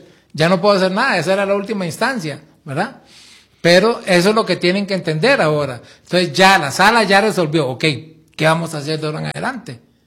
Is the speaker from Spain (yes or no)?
no; Costa Rica; como costarricenses no perdemos mucho con eso.